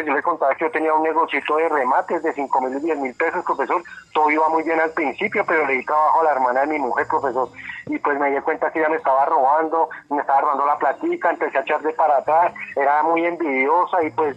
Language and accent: Spanish; San Bernardo, Cundinamarca, Colombia; Yo soy de acá de San Bernardo, Cundinamarca, profesor.